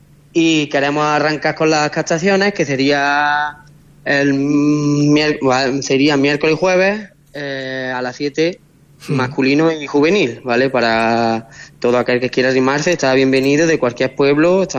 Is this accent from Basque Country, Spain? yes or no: no; Alameda, Andalusia, Spain; also born or lived in Italy; que no se pierda el fútbol sala otra vez aquí en mi pueblo